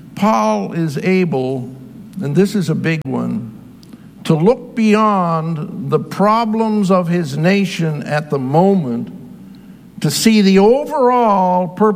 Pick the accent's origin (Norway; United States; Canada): Canada; And I'm a Canadian.